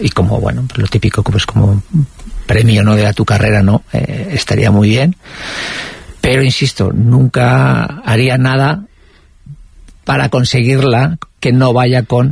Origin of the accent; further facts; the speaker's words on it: Vitoria-Gasteiz, Basque Country, Spain; Pero donde viví toda mi infancia, hasta que me marché de casa, que está en un barrio obrero, en Zaramaga